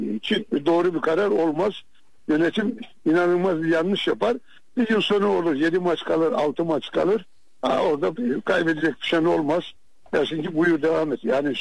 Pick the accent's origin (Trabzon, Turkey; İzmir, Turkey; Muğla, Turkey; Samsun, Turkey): Trabzon, Turkey; Bir Trabzonlu olarak